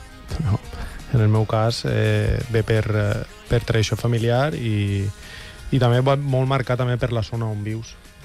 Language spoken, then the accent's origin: Catalan; Vinalesa, Valencian Community, Spain; Vinalesa.